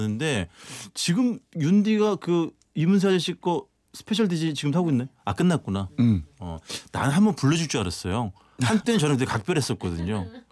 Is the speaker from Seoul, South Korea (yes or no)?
yes; Seoul, South Korea; 저는 이제 그냥 서울이 고향이어서 그런 추억이 일절 없거든요.